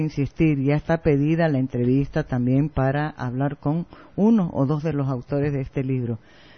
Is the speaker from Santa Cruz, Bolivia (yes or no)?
yes; Santa Cruz, Bolivia; Yo soy mujer, soy madre... Y digo que soy primero cruceña y después puedo decir que soy boliviana.